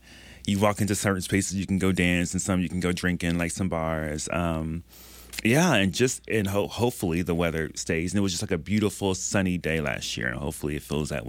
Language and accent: English; United States; born there; also born or lived in Dallas, Texas / Atlanta, Georgia / New York City; now in Twin Cities, United States; when I was growing up in Dallas and in Atlanta, I remember, you know, celebrating, you know, Juneteenth